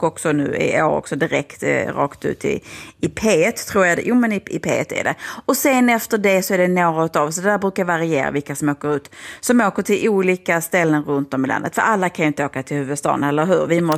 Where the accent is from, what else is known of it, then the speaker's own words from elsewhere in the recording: Skåne, Sweden; Ja, alltså som skåning, och hoppas jag att de mina andra skånska lyssnare inte tar illa visa